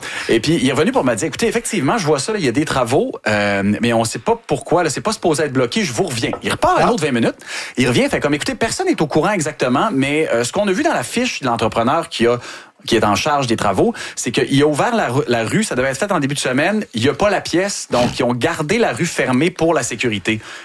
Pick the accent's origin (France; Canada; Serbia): Canada; La Baie, Quebec; Effectivement, je viens de Ville de la Baie.